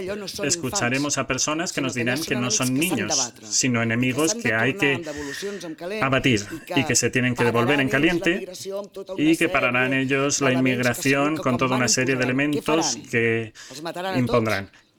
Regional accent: Catalonia, Spain; En mi país nos están dejando menores en la Plaza de Cataluña.

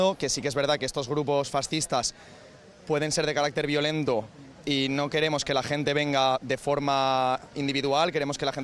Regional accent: Valencian Community, Spain; también somos valencianos

